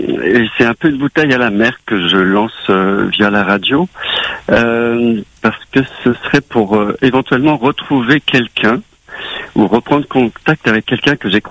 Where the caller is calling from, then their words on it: France; J'appelle de France.